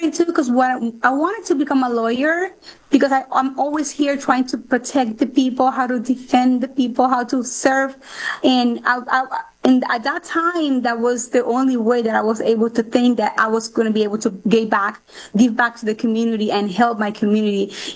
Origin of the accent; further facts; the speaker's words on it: Aguadilla, Puerto Rico; I was born and raised in Aguadilla, Puerto Rico. That's the northwest section of our beautiful island.